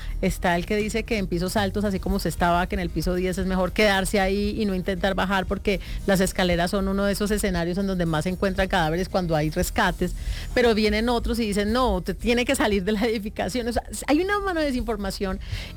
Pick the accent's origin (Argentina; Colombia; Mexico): Colombia; Cali, Valle del Cauca; yo soy de Cali, también tuve muchas pérdidas, por fortuna solamente materiales